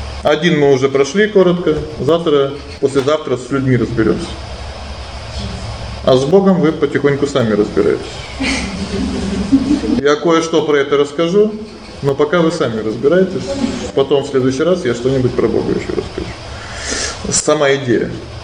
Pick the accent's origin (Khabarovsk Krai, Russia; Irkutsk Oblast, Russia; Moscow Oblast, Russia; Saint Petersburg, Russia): Khabarovsk Krai, Russia; Khabarovsk; born there; Я родился в Хабаровске, где я сейчас живу непонятно.